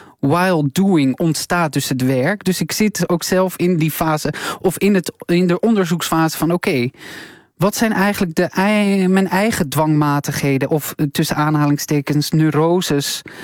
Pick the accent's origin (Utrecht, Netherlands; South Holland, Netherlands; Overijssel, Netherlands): South Holland, Netherlands; Katwijk; ik kom uit Katwijk, een christelijk dorp.